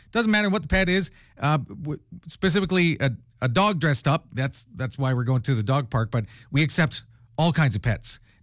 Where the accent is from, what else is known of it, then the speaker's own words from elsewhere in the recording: Lethbridge, Alberta, Canada; born there; also born or lived in Stirling, Alberta; I grew up in Sterling and Lethbridge, first in Sterling in the 80s.